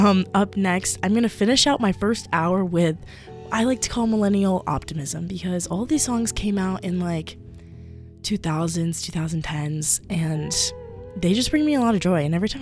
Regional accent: Portland, United States; They came to my hometown in August, which was in Portland

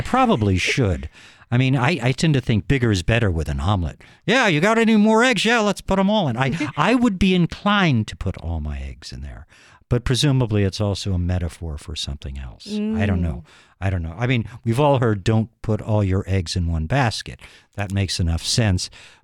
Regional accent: East, United States; now in Colorado, United States; I'm from the East, and I went to college on Lake Ontario

